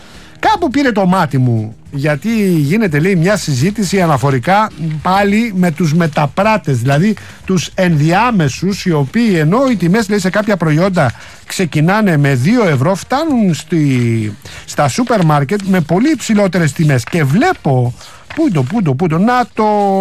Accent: Attica, Greece; είμαστε και κοντοχωριανοί που λέω κι εγώ, γιατί είμαστε από την Ανατολική Αττική εκεί.

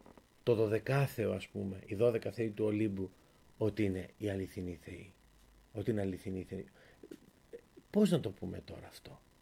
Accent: Greece; είμαστε πραγματικά υπερήφανοι που είμαστε Έλληνες

